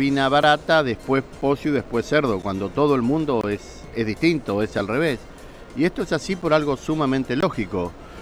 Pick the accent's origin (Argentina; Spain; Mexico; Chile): Argentina; nosotros como argentinos